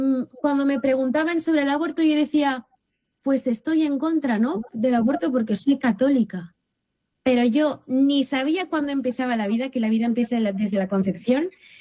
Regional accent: Tarragona, Catalonia, Spain; born there; moved away; el Señor me pidió que abriera la campaña en Tarragona, que es mi ciudad natal

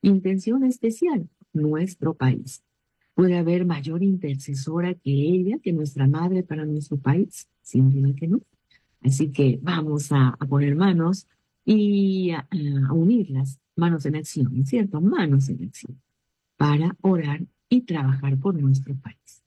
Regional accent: Peru; Como hijo de Dios y como peruano

